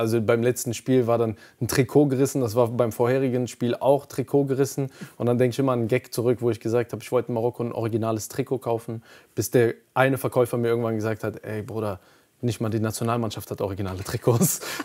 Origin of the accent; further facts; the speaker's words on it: Aachen, North Rhine-Westphalia, Germany; Ein bisschen, als Aachener vor allem ja.